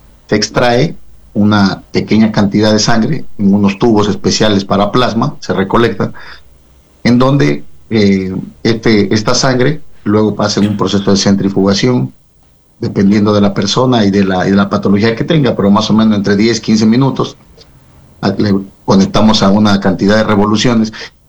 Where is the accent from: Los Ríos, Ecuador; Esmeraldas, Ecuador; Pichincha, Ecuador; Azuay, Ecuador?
Azuay, Ecuador; Cuenca; now in Yantzaza, Ecuador; soy de Cuenca, y estaré esta próxima semana del día lunes 14 al miércoles 16 en Yanzaza